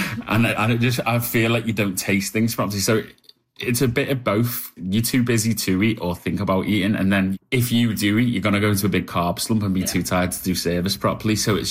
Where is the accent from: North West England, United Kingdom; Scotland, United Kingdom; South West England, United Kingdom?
North West England, United Kingdom; Liverpool; now in Manchester, United Kingdom; I'm from Liverpool, but based in Manchester. I've worked in quite a lot of countries, chefing around the world, actually.